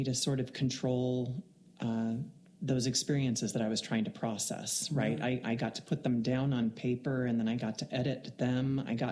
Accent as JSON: {"language": "English", "town": "Thousand Oaks", "region": "California", "country": "United States", "tie": "born or raised there", "also_born_or_lived": "Crystal Lake, Illinois", "said": "I was born in Crystal Lake, Illinois, 1969. You didn't ask that, but I'm sharing anyway. My family moved to Thousand Oaks, California in 1971. So I've been in this county since 1971."}